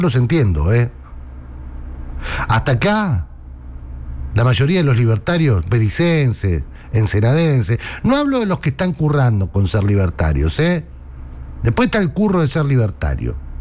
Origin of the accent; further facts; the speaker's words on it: Argentina; No me priorizás como ciudadano argentino.